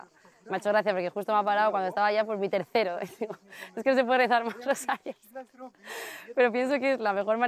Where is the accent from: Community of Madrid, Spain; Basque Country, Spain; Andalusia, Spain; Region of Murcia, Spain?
Community of Madrid, Spain; Madrid; vengo desde Madrid.